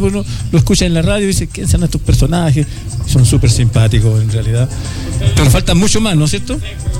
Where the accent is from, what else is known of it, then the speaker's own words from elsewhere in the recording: Horcón, Valparaíso, Chile; Yo soy de Orcón.